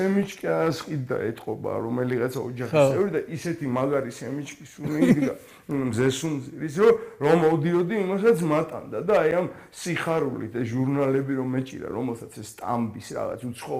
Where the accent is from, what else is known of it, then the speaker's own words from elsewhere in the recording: Tbilisi, Georgia; მე დავიბადე ქალაქ თბილისში 1971 წელს 23 ივლისს